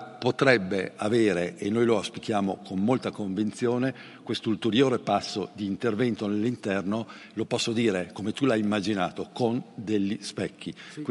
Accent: Trentino-Alto Adige, Italy; Le tue opere, il Trentino, e lo dico da Trentino orgoglioso, ospita delle straordinarie tue opere.

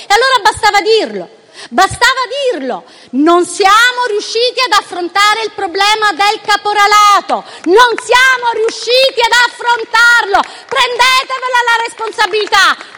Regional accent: Sicily, Italy; un caso che è capitato dalle mie parti, che ho vissuto in prima persona, perché se no è a 20 chilometri dalla mia città, ma qualsiasi parlamentare qui seduto ha avuto un caso del genere, ne sono certa. Ci troviamo ad Acate, in Sicilia.

